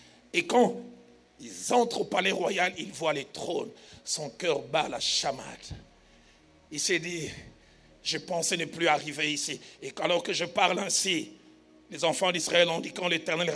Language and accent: French; Lausanne, Vaud, Switzerland; J'ai grandi à Lausanne.